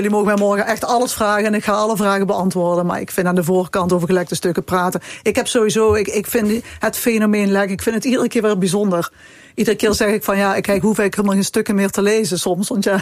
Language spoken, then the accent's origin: Dutch; Peel, Netherlands; Ja, kijk, ik kom uit de Peel.